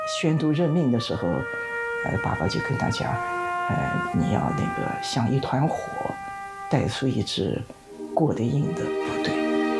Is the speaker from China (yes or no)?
yes; China; 我们中国人喜欢就是坐坟坐在山上嘛